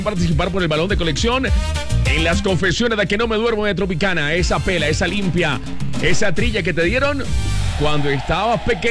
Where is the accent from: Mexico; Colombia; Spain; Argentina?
Colombia; Y más que nunca lo decimos con orgullo, somos colombianos.